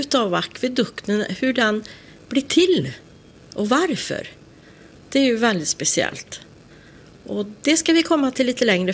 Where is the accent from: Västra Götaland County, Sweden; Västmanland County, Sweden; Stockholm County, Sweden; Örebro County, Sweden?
Västra Götaland County, Sweden; Skållerud; jag är faktiskt uppvuxen ute i Skållerud. Så det här är ju bara ett stenkast härifrån. Och jag är en pensionär från 1 maj i fjol.